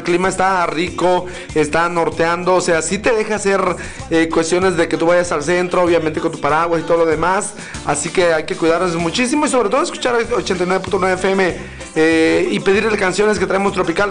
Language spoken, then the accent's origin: Spanish; Mexico; muchísima gente, de última hora, como somos los mexicanos, ¿no?